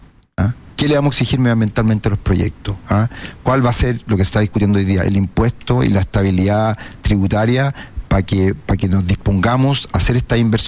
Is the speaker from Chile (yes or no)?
yes; Chile; creo yo, como chileno, que nosotros hagamos una planificación un poquito de ese Chile en 20 años